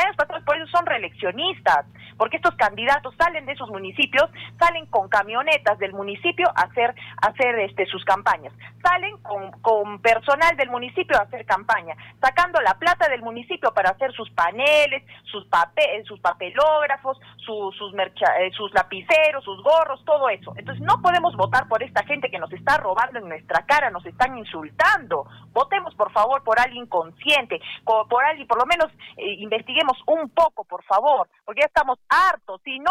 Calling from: Arequipa, Peru; nosotros estamos bien disgustados como arequipeños. Yo como arequipeña personalmente me siento bien disgustada

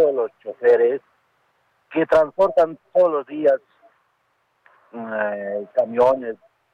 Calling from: Santo Tomás, Cusco, Peru; Yo soy pueblo de Santo Tomás.

